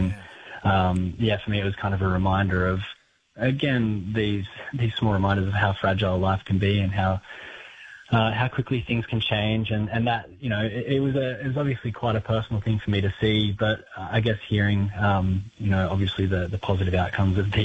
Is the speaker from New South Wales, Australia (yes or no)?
yes; Kiama, New South Wales, Australia; the ocean has always been such a large part of my life growing up in Kiama. I was always in and around the ocean through nippers and then surfing